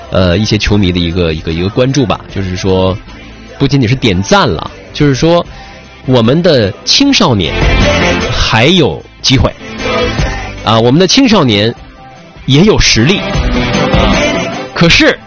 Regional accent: China

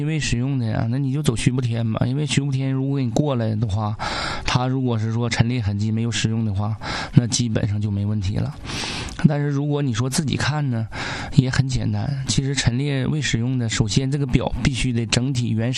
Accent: Northeast China, China; 用咱们东北话

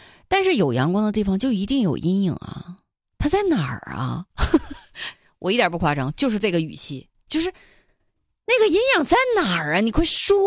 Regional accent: Northeast China, China; accent: Northeastern dialect; 说白了跟我们东北话说就是再糙一点，

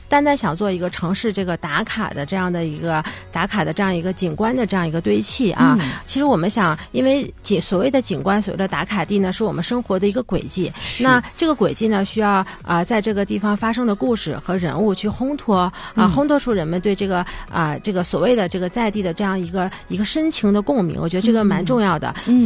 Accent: Changchun, Jilin, China; moved away; 那作为一个土生土长的这个长春人呢，其实我们非常想用作品去表达我们对长春的爱啊。

